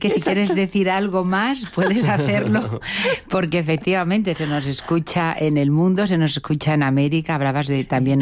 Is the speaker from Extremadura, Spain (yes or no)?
no; Pelahustán, Castilla-La Mancha, Spain; mi pueblo, Pelaustán, que es un pueblo de 400 habitantes, también tiene una banda, es